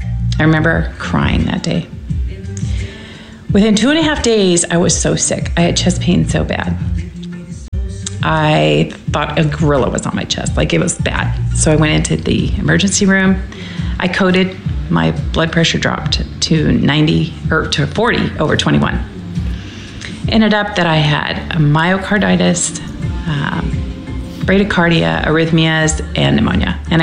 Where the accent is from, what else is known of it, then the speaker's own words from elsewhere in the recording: Washington, United States; I'm from Washington State. Washington State was the first state that the virus showed up.